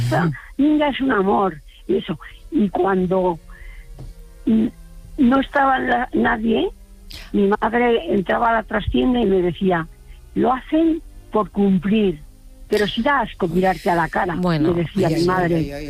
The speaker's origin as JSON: {"language": "Spanish", "town": "Burgos", "region": "Castile and León", "country": "Spain", "tie": "born there", "said": "Pues es que yo nací en Burgos y mi padre no me conoció hasta los 8 días de haber nacido."}